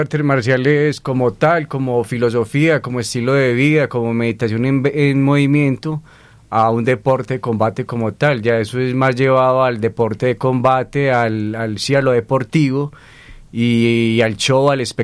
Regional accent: Andes, Antioquia, Colombia; born there; yo nací en el suroeste antioqueño, en el pueblo de Andes, Antioquia.

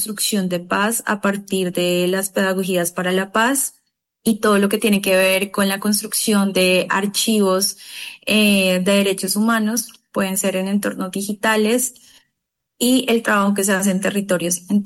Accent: Buenaventura, Valle del Cauca, Colombia; born there; now in Cali, Colombia; nací en Buenaventura y emigré a la ciudad de Cali.

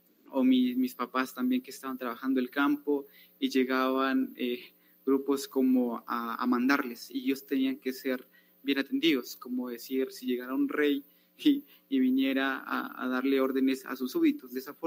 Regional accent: Sibundoy, Putumayo, Colombia; moved away as an adult; now in Bogotá, Colombia; en este caso hablo de Sibundoy

